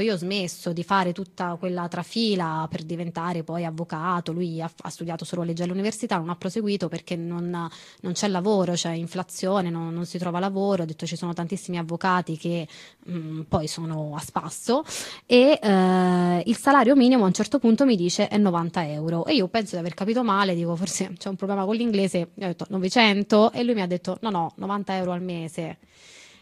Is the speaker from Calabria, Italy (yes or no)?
yes; Calabria, Italy; born there; now in Prato, Italy; Allora, io oggi sono a Firenze, ma abito a Prato, ma sono nata in Calabria